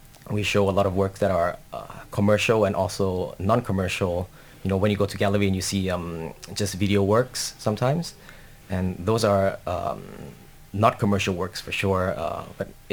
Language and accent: English; Thailand; English is a second language; now in London, United Kingdom; So originally I'm from Thailand, and my first experience, like early experience in London